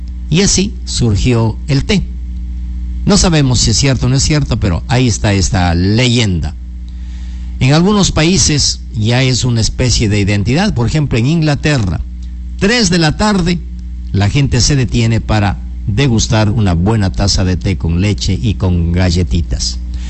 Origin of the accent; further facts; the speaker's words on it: Macas, Morona Santiago, Ecuador; nosotros nos referimos a esto, los macabeos, maquenses, los de Morona Santiago